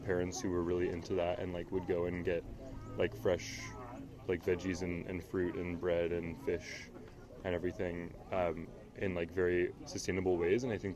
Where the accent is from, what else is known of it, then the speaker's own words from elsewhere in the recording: New York City, New York, United States; So I grew up in New York City, and I live right near Union Square, which has a big farmer's market.